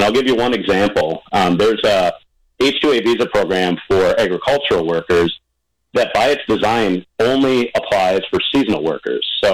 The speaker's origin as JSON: {"language": "English", "town": "Larsen", "region": "Wisconsin", "country": "United States", "tie": "born or raised there", "moved": "as an adult", "lives_now": "Ozaukee County, United States", "said": "my parents were working at a feed mill and a supper club when I was growing up in Larson, and now I live in Ozaukee County in the very southeast corner of the district."}